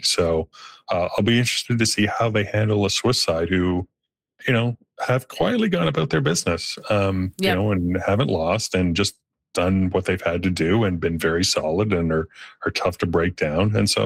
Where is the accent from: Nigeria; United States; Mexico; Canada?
Canada; obviously as a Canadian